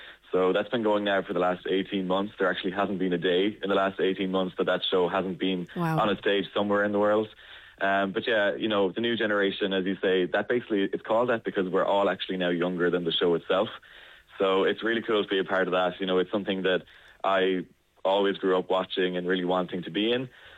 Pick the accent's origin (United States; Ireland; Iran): Ireland; County Clare; Well, I'm from Clare myself, so this will actually be the closest to home that I've ever actually done the show.